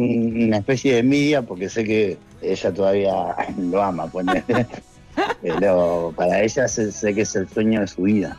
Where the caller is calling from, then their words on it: José León Suárez, Buenos Aires Province, Argentina; De acá, de José León Suárez.